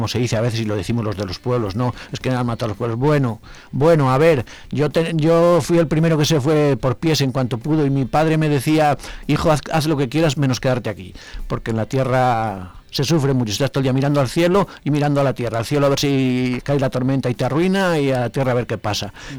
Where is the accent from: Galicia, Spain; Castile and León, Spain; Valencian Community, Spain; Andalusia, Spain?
Castile and León, Spain; Manzanal; born there; moved away; mi pueblo, que me dio esos 7 años maravillosos